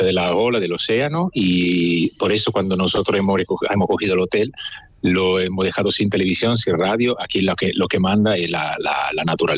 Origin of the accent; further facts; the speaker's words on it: Italy; Spanish is a second language; moved away as an adult; now in Spain; Sí, soy italiano. Mi mujer sí que es valenciana, española.